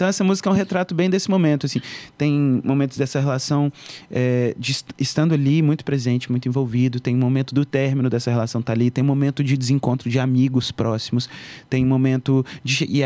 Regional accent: Ouro Branco, Brazil; que morou muito tempo em Ouro Branco, essa cidade onde eu cresci

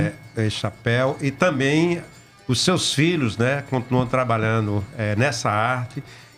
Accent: Ouricuri, Pernambuco, Brazil; Minha terra.

